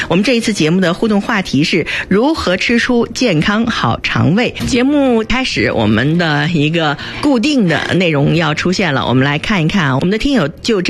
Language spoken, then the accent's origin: Chinese; China; 我们中国人